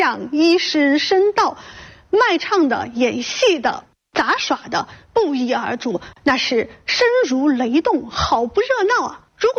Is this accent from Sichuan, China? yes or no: yes; Chengdu, Sichuan, China; 咱们成都人在为这些外来的幻术叫好之余啊，想必绝不会让外来的和尚占尽了风头。我们啊，也是一座藏龙卧虎的城市